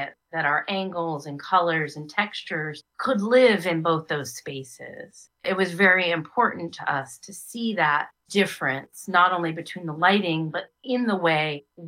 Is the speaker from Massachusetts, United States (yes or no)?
yes; Worcester, Massachusetts, United States; which happened to be Worcester, Massachusetts. That also happens to be my hometown.